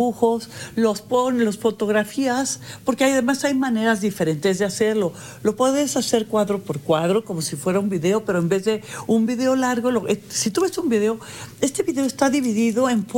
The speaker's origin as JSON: {"language": "Spanish", "region": "Mexico City", "country": "Mexico", "tie": "born there", "said": "Yo nací allá en la Ciudad de México, pero a mí miles de cosas maravillosas me han pasado en este lugar."}